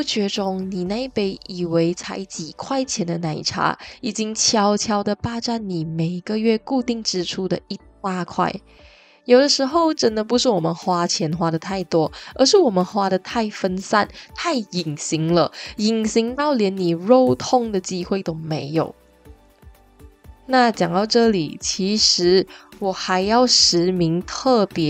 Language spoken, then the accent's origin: Chinese; Malaysia